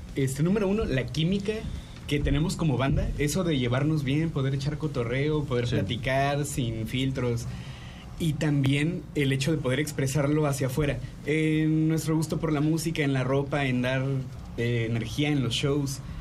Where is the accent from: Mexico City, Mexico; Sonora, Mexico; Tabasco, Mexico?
Tabasco, Mexico; Comalcalco; now in Villahermosa, Mexico; Al menos mi hermano y yo venimos de Comalcalco y ahí la escena igual tiene sus altas, sus bajas